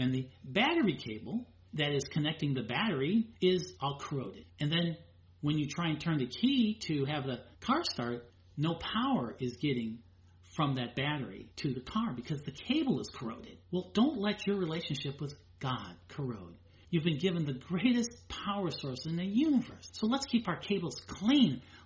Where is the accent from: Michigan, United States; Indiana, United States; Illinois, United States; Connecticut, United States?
Indiana, United States; I grew up in Indiana. We had a lot of old cars.